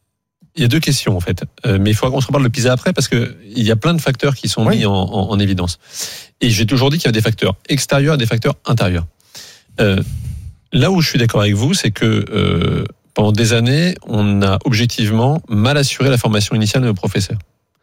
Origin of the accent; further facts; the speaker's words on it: France; Moi, je suis un Français comme tout le monde, quoi.